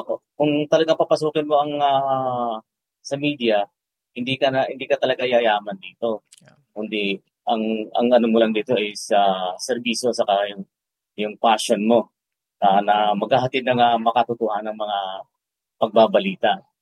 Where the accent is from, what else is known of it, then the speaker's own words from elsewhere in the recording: Mindanao, Philippines; By the way, I'm from Mindanao.